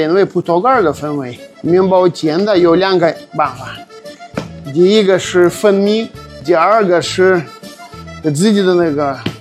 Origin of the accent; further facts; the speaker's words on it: Khabarovsk, Khabarovsk Krai, Russia; Chinese is a second language; now in China; 我是哈巴人，哈巴罗夫斯克，哈巴罗夫斯克是那个幅员对面的城市，也是俄罗斯的非常近的，比那个中国好近的城市。现在我们在家乡，到我的老家570公里，我可以一个半小时回俄罗斯。